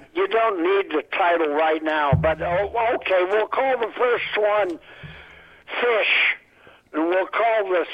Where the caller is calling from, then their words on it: Calais, Vermont, United States; I'm from Callis.